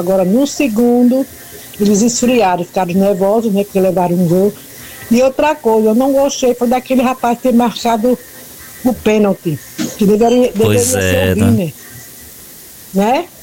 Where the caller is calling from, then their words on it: Brazil; que eu sou brasileira